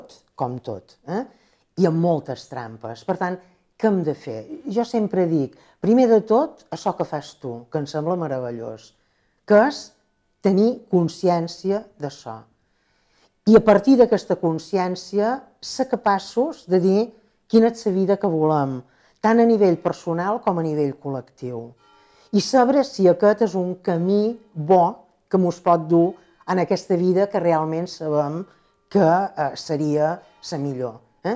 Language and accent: Catalan; Menorca, Balearic Islands, Spain; moved away; also born or lived in Barcelona / Tavernes de la Valldigna; Som una menorquina, de mare mallorquina, d'avi Vicenç, que he viscut 20 anys a Barcelona i que he estat casada i he anat molts anys a Tavernes de la Valldigna i en el País Valencià.